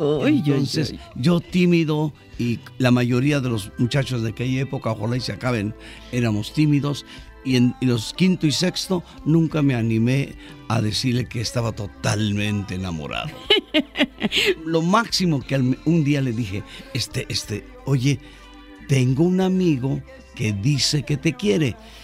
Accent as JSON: {"language": "Spanish", "town": "Mérida", "region": "Yucatán", "country": "Mexico", "tie": "born there", "said": "No se nota, pero nací en Mérida, Yucatán."}